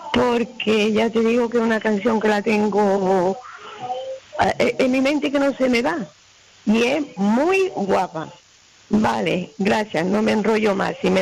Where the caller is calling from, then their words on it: Porreres, Balearic Islands, Spain; Mira, Manu … de Porreras y te llamaba porque esta canción hace mucho tiempo que me la dieron mi hermano.